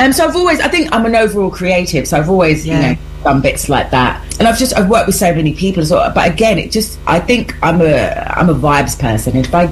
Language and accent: English; London, United Kingdom; No, I'm not from West London. They're from West London. Oh. I'm from East London.